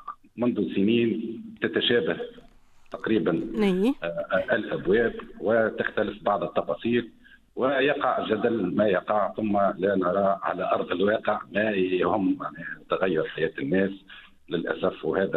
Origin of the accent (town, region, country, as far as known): Tunisia